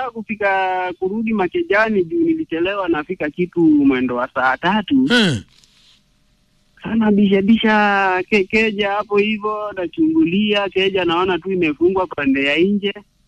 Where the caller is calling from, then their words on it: Kenya; Mimi niko Birika.